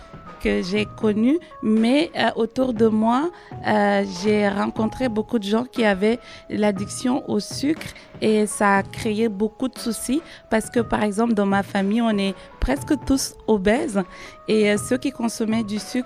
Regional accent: Chad; moved away as an adult; now in Laval, France; Je suis tchadienne et je suis à Laval depuis 3 ans avec mes 3 enfants. Non, c'était 2 et demi avant que je n'arrive. La troisième est arrivée ici. J'ai 39 ans, j'adore Laval

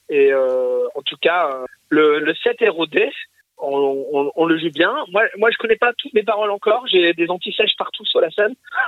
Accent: England, United Kingdom; now in France; je suis britannique en France. J'ai pas le passeport français.

